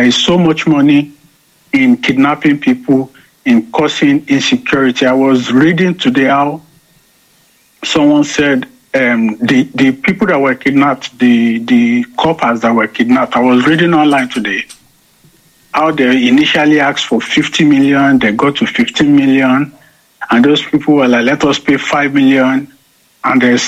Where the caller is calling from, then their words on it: Germany; from Germany.